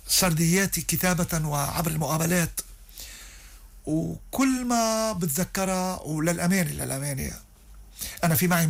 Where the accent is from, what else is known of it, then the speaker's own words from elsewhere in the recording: Lebanon; أنا لبناني قبل مني مسلم، وأنا عندي لبنان قبل مكي